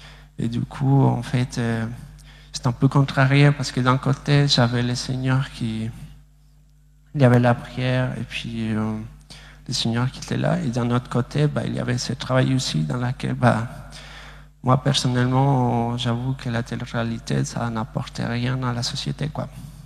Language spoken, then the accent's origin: French; Bolivia; French is a second language